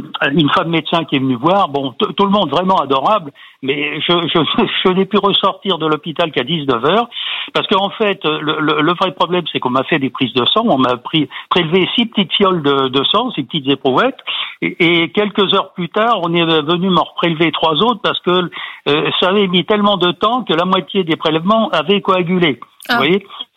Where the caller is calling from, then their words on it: Courpalais, Île-de-France, France; Ah, bah, moi, je suis à Courpalais.